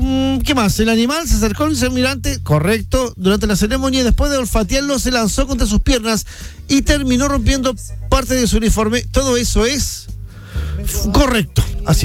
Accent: Argentina; Mirá, soy argentino, que sí.

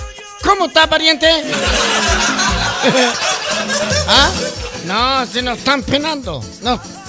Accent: Chile; Y yo sigo siendo chileno

